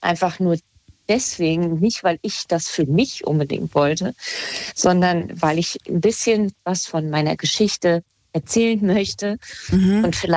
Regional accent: Kassel, Hesse, Germany; ich komme ja ursprünglich aus Kassel, aber bin dann ein bisschen weiter weggegangen.

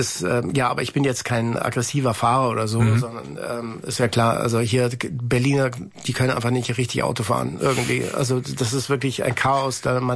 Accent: Ticino, Switzerland; Also ich komme aus dem Tessin

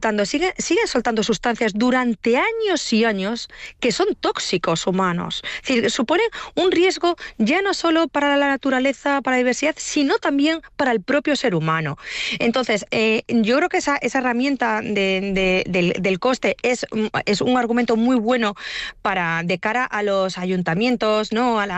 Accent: Galicia, Spain; yo como buena gallega

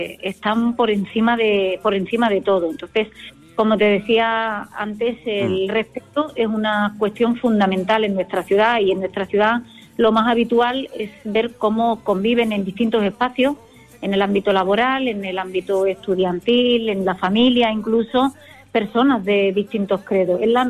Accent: Ceuta, Spain

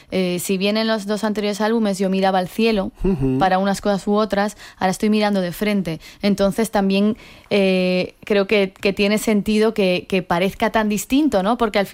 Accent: Spain; yo como española de la meseta

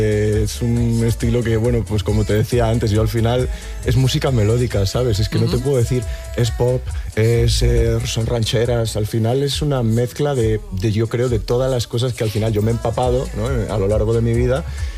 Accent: Galicia, Spain; el próximo concierto que tengo es en Tui, que además me hace mucha ilusión, en Galicia, en mi tierra

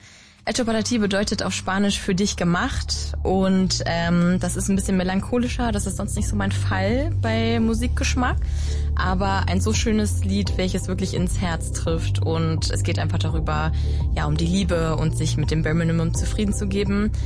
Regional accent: Berlin, Germany; also musste ich aussuchen als Berlinerin.

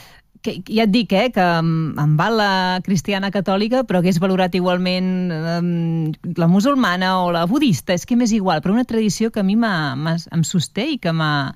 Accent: Vilafranca del Penedès, Catalonia, Spain; also born or lived in Barcelona; Vam marxar de Barcelona per feina, suposo, per feina del meu pare. Sí, vam anar a parar a Vilafranca del Penedès

